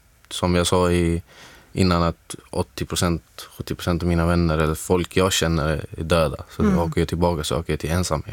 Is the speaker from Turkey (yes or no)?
no; Syria; now in Sweden; det här baseras på hur situationen är i mitt hemland i Syrien.